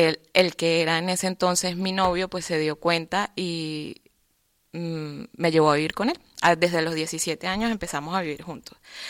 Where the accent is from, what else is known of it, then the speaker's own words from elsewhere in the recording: Venezuela; moved away as an adult; now in Spain; vengo de Venezuela. Desde el 2019 estoy aquí en España.